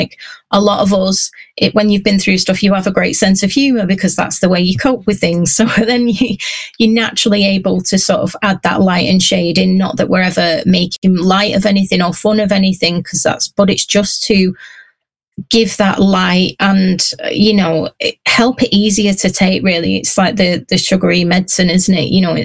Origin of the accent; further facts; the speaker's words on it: Whitworth, North West England, United Kingdom; born there; I was born in Whitworth, a little tiny village. Well, it's a town now, because it got a swimming pool and a library or something, you know, like one of those. I remember it becoming a town and it was a big thing, but it's a village on the edge of the Pennines